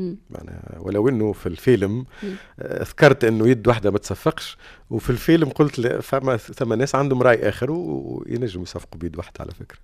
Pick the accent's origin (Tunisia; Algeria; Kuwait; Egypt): Tunisia; مش من جنسيتي، خلي يعني انا